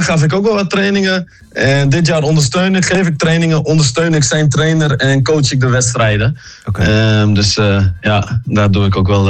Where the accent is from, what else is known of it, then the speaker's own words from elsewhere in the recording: Groningen, Netherlands; Ja, want ik ben een Groninger.